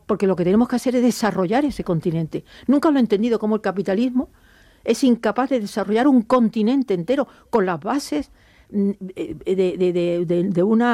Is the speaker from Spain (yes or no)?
yes; Andalusia, Spain; Andaluces, de mi tierra.